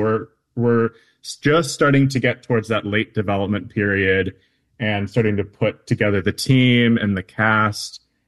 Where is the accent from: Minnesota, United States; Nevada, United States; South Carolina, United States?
Minnesota, United States; Twin Cities; And you know, I didn't grow up on the reservation. I grew up in the Twin Cities.